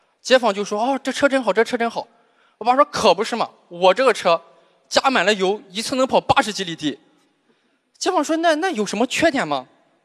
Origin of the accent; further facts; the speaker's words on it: Zhangqiu, Shandong, China; also born or lived in Jinan; 我是个山东人，我的老家是山东章丘的，然后打小我就想我以后要一定要去大城市工作，去济南。